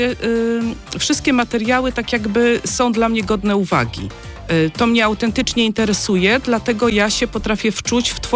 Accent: Siedlce, Masovian Voivodeship, Poland; moved away as an adult; now in Sochaczew, Poland; ja kiedyś, to już było 30 ileś lat temu, mieszkałam w Siedlcach, to jest moje rodzinne miasto.

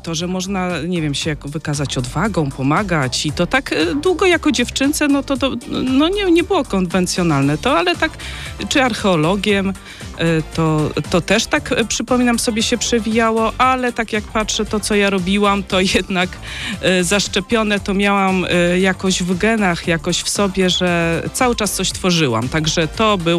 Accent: Siedlce, Masovian Voivodeship, Poland; moved away as an adult; now in Sochaczew, Poland; ja kiedyś, to już było 30 ileś lat temu, mieszkałam w Siedlcach, to jest moje rodzinne miasto.

